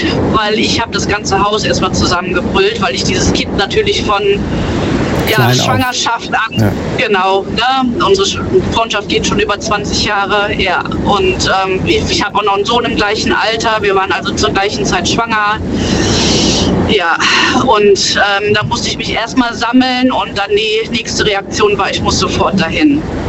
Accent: Hennef, North Rhine-Westphalia, Germany; Hennef. Ich komme aus Hennef.

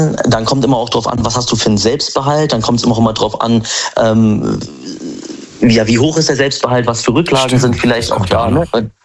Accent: Frankfurt, Hesse, Germany; Ich komme aus Frankfurt.

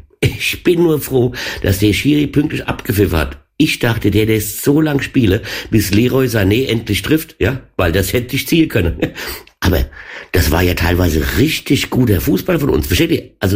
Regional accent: Mainz, Rhineland-Palatinate, Germany; Aber, Herr Nagelsmann, beim nächsten Spiel will ich als Mainzer auch den Nadim Amiri sehen

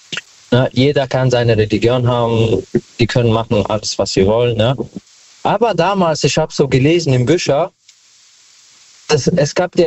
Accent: Wiesbaden, Hesse, Germany; Ich komme aus Wiesbaden.

